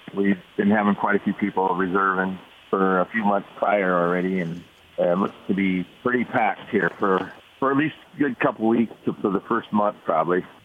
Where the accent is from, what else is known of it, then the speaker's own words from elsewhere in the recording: Dallas, South Dakota, United States; I guess I was born and raised in Dallas, South Dakota, and joined the military and went all over the world